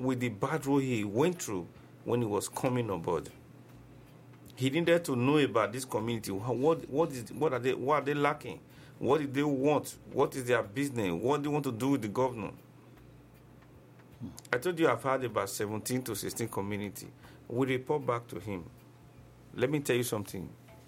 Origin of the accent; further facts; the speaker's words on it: Ewohimi, Edo, Nigeria; now in Benin City, Nigeria; where I came from Ewohimi